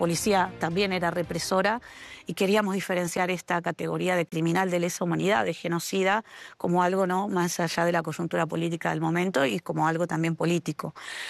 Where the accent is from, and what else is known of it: Argentina